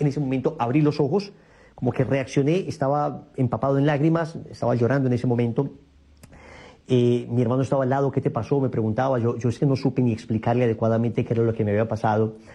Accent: Colombia; me encontraba en la iglesia ahí de mi pueblo. Entonces yo vivía en un pequeño pueblo de aquí de Colombia.

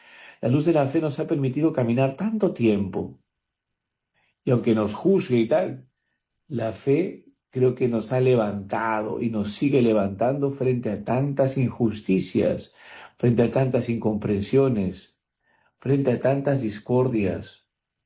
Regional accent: Peru; La fe nos anima, la fe como pueblo peruano con nuestras penas, con nuestras alegrías, nos hace sonreír.

